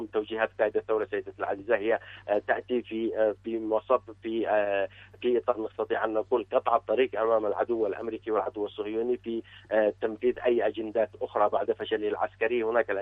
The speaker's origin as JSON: {"language": "Arabic", "country": "Yemen"}